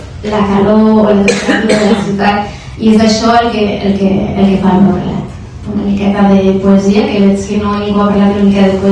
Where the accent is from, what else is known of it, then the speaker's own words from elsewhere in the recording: Barcelona, Catalonia, Spain; Jo soc de Nou Barris, que és de l'Extrarradio